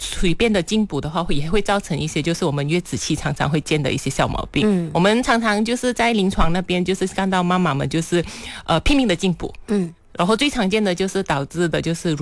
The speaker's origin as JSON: {"language": "Chinese", "country": "Malaysia", "said": "我们马来西亚这边其实是比较偏向于南方的习俗，尤其是广东那一带的"}